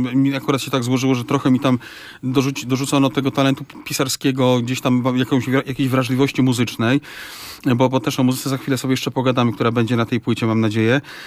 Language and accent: Polish; Świętokrzyskie Voivodeship, Poland; also born or lived in Łódź; Ja jestem łodziakiem i lodzermęszem na maksa, chociaż pochodzę z Gór Świętokrzyskich.